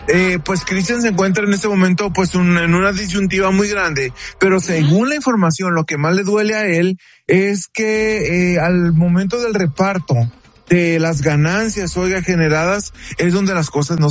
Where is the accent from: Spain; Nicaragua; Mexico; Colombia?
Mexico; nosotros como mexicanos